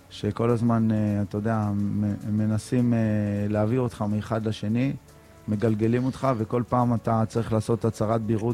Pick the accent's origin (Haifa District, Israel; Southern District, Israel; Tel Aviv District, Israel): Southern District, Israel; Beersheba; טוב, אני גם באר שבעי, ואין מה לעשות.